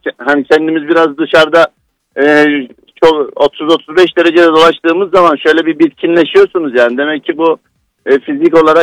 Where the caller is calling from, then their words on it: Ankara, Turkey; Zaman zaman da katılıyorum Ankara'dan.